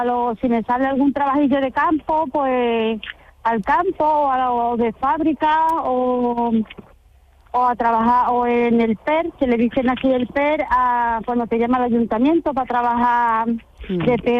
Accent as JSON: {"language": "Spanish", "town": "Arahal", "region": "Andalusia", "country": "Spain", "tie": "born there", "said": "yo soy de Aral, de nacimiento."}